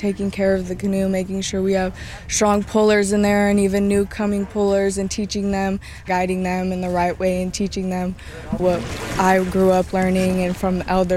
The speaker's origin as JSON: {"language": "English", "region": "Washington", "country": "United States", "said": "I am from the Nisqually tribe. I've been wanting to skip river since I was a child. I've always grown up on canoe journeys"}